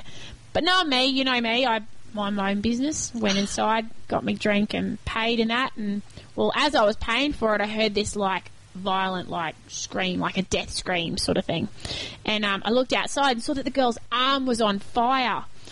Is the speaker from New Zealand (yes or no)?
no; Fern Valley, Australia; moved away; I was in Fern Valley the other day, my hometown